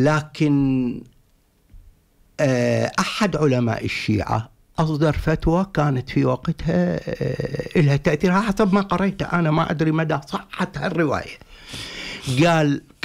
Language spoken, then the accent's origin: Arabic; Iraq; moved away; أنا عراقي صابئي